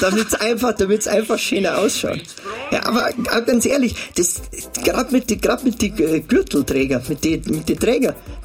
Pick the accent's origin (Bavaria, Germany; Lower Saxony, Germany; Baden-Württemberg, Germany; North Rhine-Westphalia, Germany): Bavaria, Germany; Munich; Hier, aus Minga.